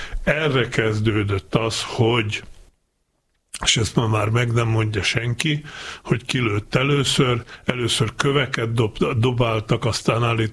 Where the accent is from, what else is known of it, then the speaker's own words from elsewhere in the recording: Balog nad Ipľom, Banská Bystrica Region, Slovakia; az én szülőfalumtól, Ipolybaloktól 7 kilométer